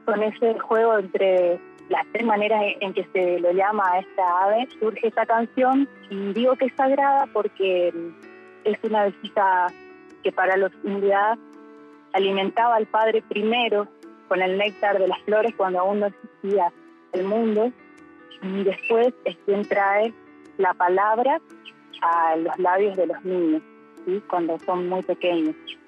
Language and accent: Spanish; Jardín América, Misiones, Argentina; de Jardín América Misiones, soy cantora